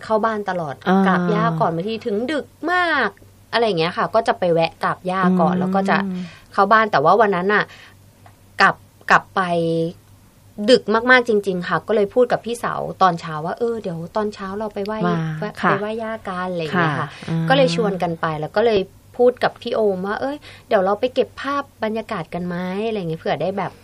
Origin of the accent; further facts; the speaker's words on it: Korat, Nakhon Ratchasima, Thailand; moved away; หนูก็เลยบอกเราเป็นคนโคราชอะเนาะหนูรักบ้านเกิดตัวเองค่ะ